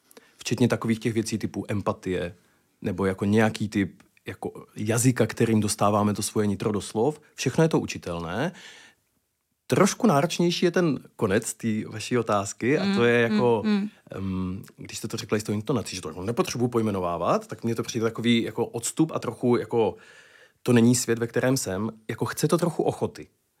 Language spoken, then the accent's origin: Czech; Zlín Region, Czechia; A já jsem kluk z Valašska